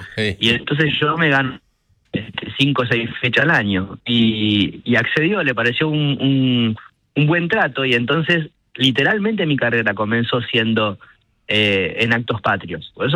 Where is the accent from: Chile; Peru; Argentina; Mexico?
Argentina; lo primero que sucede es que somos argentinos, nos sabemos argentinos y nos sentimos como nos sentimos por ser argentinos.